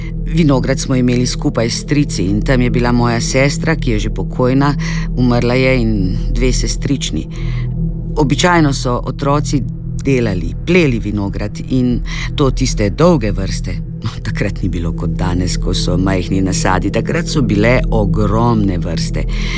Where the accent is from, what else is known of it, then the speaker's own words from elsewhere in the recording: Mokrin, Vojvodina, Serbia; z njo sem se 4 leta vozila od Mokrina do Kikinde, ker sem odraščala v Mokrinu. To je na skrajnem severu Banata, na romunski meji. Tam blizu je tudi Mačarska.